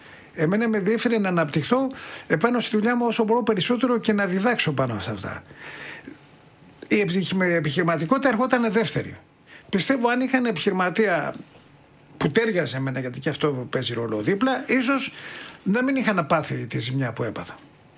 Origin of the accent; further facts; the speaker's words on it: Peristeri, Attica, Greece; Εγώ μεγάλωσα στο Περιστέρι βασικά. Λοιπόν. Και οι φίλοι μου ήταν από το Περιστέρι και ήταν και από το Κορνάκι.